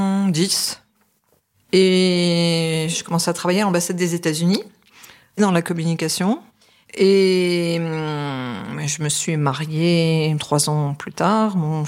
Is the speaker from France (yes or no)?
yes; Lille, Hauts-de-France, France; born there; also born or lived in Paris; now in South of France, France; Et j'ai quitté Paris en 2017 pour le sud de la France. Je suis née à Lille, dans le Nord, capitale des Flandres.